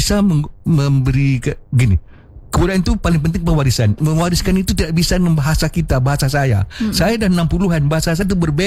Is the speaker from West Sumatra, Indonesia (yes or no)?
yes; West Sumatra, Indonesia; kita Minang. Yeah. Orang kita tidak bisa, dia tak pernah mengatakan orang lain tidak gitu, tapi orang kita cuma kita gitu.